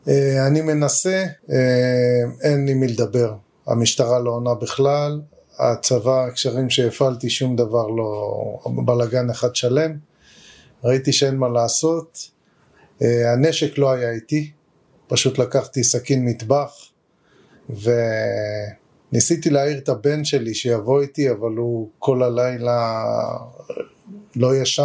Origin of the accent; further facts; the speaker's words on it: Nir Oz, Southern District, Israel; שכמובן אני מכיר אותה מילדותי שגדלתי בניר עוז